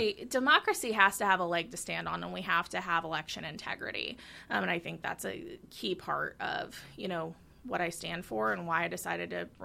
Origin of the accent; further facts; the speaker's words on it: Warrensburg, Missouri, United States; also born or lived in Michigan; So I was born technically in Michigan, but as far as I can remember, I've lived in Warrensburg since I was about 3 or 4 years old. My parents moved here in May of 2004, actually, to go to the University of Central Missouri. So, Yep, I grew up here, graduated here.